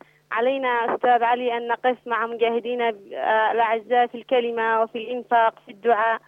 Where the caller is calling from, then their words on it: Ibb, Yemen; من محافظة إب